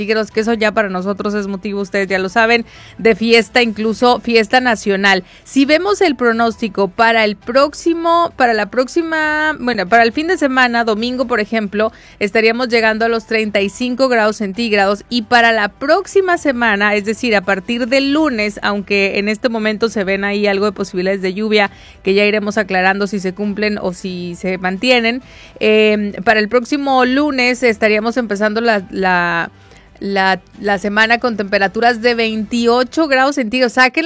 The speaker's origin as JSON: {"language": "Spanish", "town": "Mexicali", "region": "Baja California", "country": "Mexico", "said": "a todos los que somos de Mexicali"}